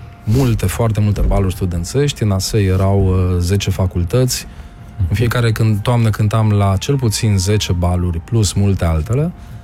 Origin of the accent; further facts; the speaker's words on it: Transylvania, Romania; moved away; also born or lived in Bucharest; că suntem ardeleni.